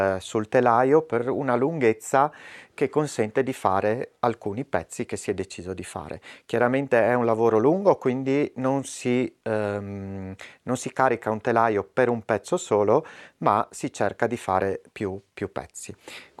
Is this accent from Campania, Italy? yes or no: no; Sauris, Friuli-Venezia Giulia, Italy; rimanere a Sauris